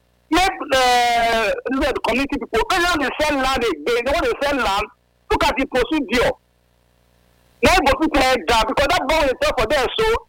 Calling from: Israel; I'm calling from Israel.

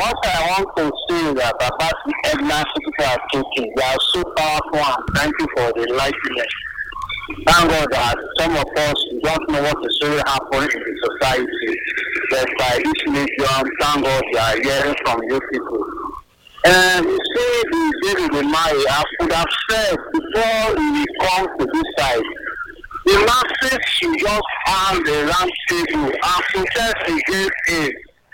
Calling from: Kenya; I'm from Better State. I'm calling from Kenya.

